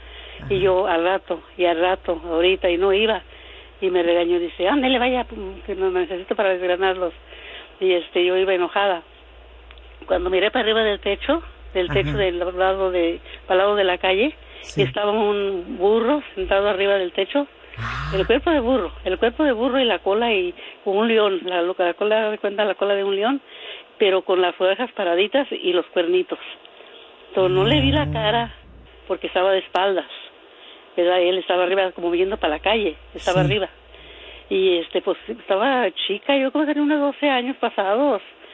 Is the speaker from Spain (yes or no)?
no; Jalisco, Mexico; En México, yo soy de México, de Jalisco.